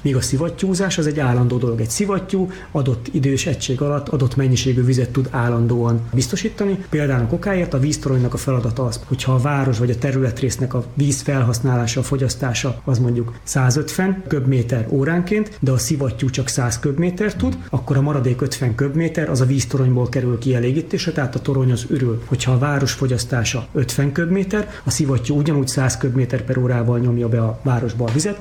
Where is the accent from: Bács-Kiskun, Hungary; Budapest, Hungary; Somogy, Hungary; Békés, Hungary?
Somogy, Hungary; Siófok; moved away as an adult; now in Debrecen, Hungary; én Siófokról származom, korábban az ott lévő vízműnél dolgoztam